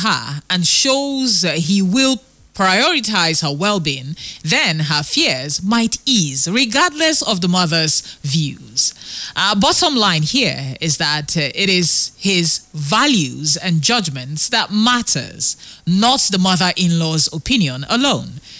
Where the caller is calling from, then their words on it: Port Harcourt, Rivers, Nigeria; I'm texting from Port Harcourt.